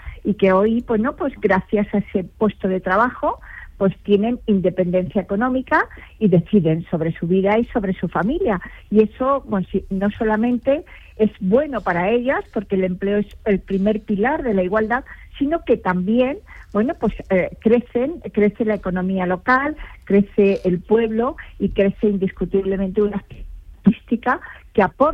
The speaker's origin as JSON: {"language": "Spanish", "country": "Spain", "said": "nuestra identidad rural, nuestra identidad como españoles."}